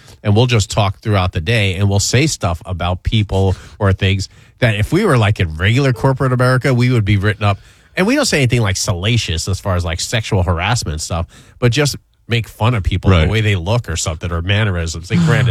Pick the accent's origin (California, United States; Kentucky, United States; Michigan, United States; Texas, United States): Texas, United States; Lubbock; I'm from Lubbock, Texas.